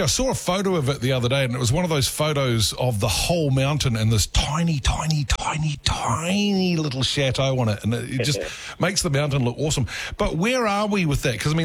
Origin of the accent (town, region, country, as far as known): New Zealand